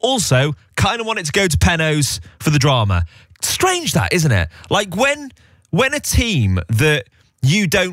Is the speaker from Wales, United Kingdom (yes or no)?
yes; Wales, United Kingdom; Even though I'm Welsh